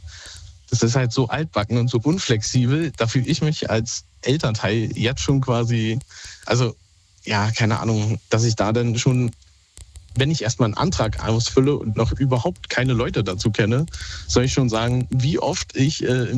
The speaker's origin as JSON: {"language": "German", "region": "Berlin", "country": "Germany", "said": "wir wohnen halt in Bayern und ich bin ursprünglich Berliner."}